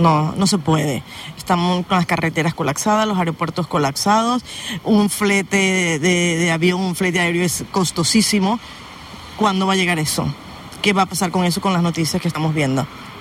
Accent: Venezuela; moved away

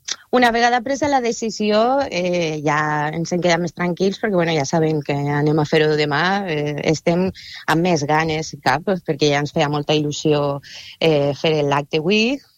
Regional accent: Gandia, Valencian Community, Spain; Esa il·lusió que a mi com a gandiana me fa l'inici de la Fira i Festes

